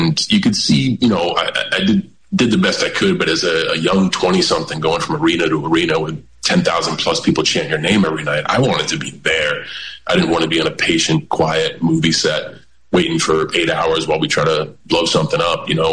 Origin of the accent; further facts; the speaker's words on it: New England, United States; because like it's weird, we're all from New England